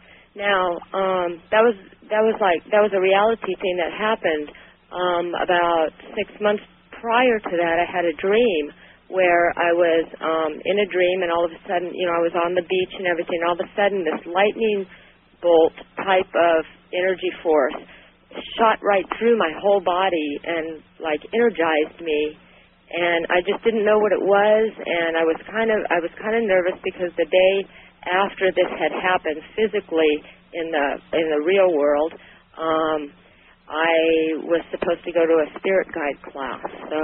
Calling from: Sacramento, California, United States; I'm from Sacramento.

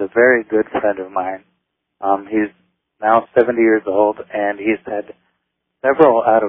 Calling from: Lincoln, Nebraska, United States; I'm calling from Lincoln, Nebraska.

